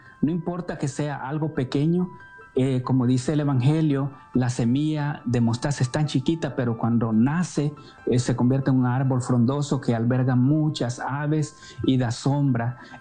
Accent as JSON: {"language": "Spanish", "country": "El Salvador", "tie": "born or raised there", "moved": "yes", "lives_now": "United States", "said": "Aunque yo crecí en El Salvador y estuve en unos años en un seminario buscando la vocación al sacerdocio, de todas maneras, cuando llegué a los Estados Unidos, el ambiente cambió"}